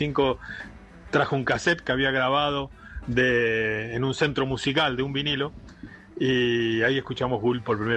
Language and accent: Spanish; Merlo, Buenos Aires Province, Argentina; born there; now in Cutral Có, Argentina; Nosotros terminamos la secundaria en el año 85 en Merlo, en la provincia de Buenos Aires.